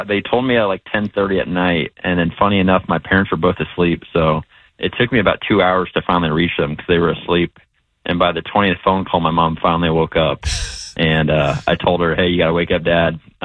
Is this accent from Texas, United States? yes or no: yes; Texas, United States; born there; And obviously I was born in Texas, so it was kind of a homecoming of some sorts.